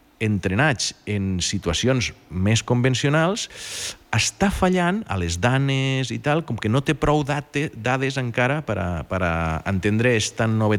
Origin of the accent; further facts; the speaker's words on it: Catalonia, Spain; jo sóc de les Terres de l'Ebre i allí històricament hi ha hagut problemes i de barrancs